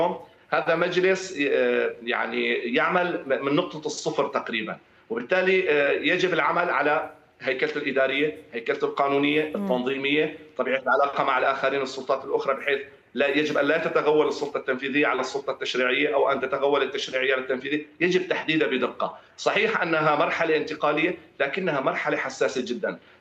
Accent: Syria; نحن كسوريين اليوم فرحين بما شاهدنا،

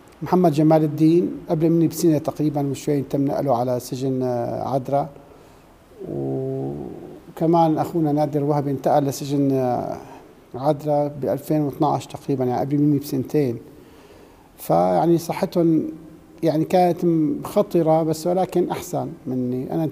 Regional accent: Rif Dimashq, Syria; قلت له انا من الغوطه

